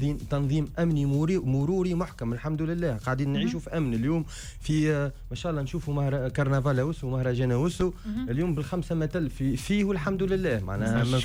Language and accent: Arabic; Msaken, Sousse Governorate, Tunisia